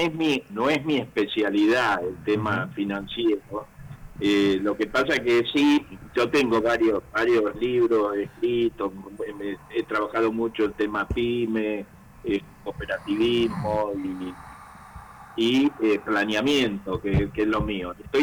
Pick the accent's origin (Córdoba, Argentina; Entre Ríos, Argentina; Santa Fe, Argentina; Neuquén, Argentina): Córdoba, Argentina; San Francisco; born there; yo soy cordobés.